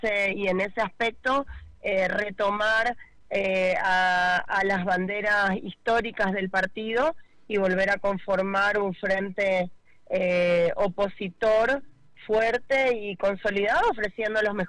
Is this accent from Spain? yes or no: no; Argentina; somos todos los argentinos